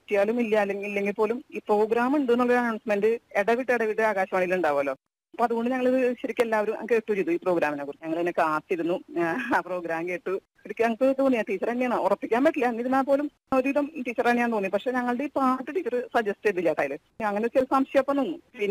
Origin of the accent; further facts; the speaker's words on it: Anthikad, Kerala, India; എന്റെ നാട് അന്തിക്കാടാണ്.